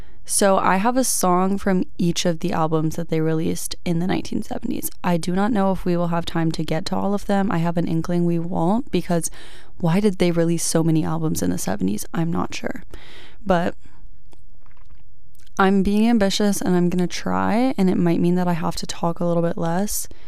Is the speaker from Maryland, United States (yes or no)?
no; Savannah, Georgia, United States; moved away; I went to one of her surprise shows in my hometown in Savannah in May